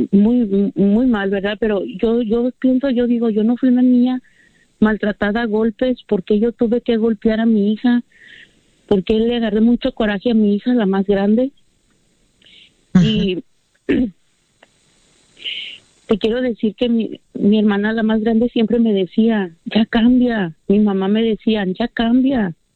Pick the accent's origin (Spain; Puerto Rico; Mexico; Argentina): Mexico; Guadalajara, Jalisco; Crecí con una familia muy disfuncional, soy de Guadalajara